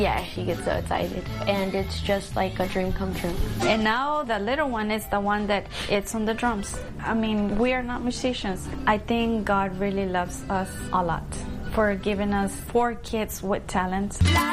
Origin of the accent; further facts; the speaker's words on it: Houston, Texas, United States; We are from Houston, Texas.